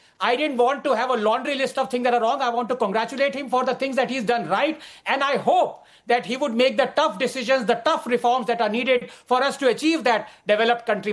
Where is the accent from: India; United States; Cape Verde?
India; as an Indian who loves this country